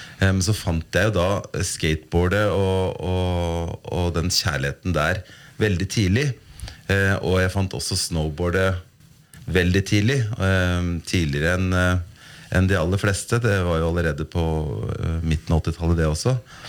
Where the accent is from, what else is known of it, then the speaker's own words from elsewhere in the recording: Horten, Vestfold, Norway; Jeg på en måte en slags bygutt som søkte tidlig til fjellet og mens Horten jo en plass jeg veldig gjerne reiser til om sommeren